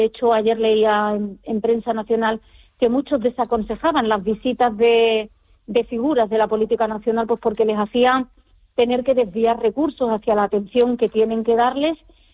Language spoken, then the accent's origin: Spanish; Ceuta, Spain; los ceutíes